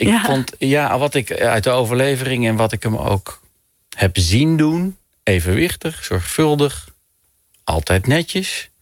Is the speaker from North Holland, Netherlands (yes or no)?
no; Rosmalen, North Brabant, Netherlands; born there; Ik kan nog steeds naar mijn geboortedorp Rosmalen bij Den Bosch rijden, door de straat waar ik geboren ben.